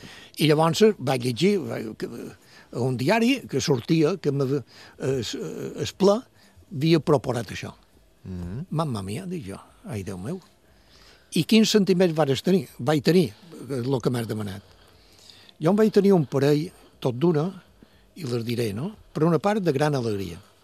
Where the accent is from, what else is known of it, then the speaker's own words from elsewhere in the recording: Vilafranca de Bonany, Balearic Islands, Spain; Jo som de Vilafranca i vaig anar...